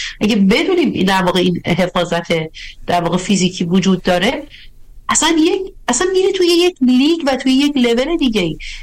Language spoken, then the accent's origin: Persian; Iran; moved away